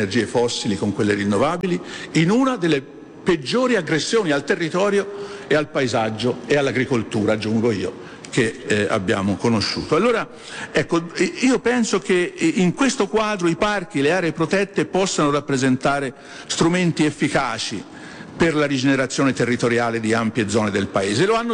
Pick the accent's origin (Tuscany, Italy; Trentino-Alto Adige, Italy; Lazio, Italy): Tuscany, Italy; accent: Tuscan; moved away; io sono... lavoro in Molise, ma come sentite il mio accento è simile a quello del dottor Santini, è la Toscana.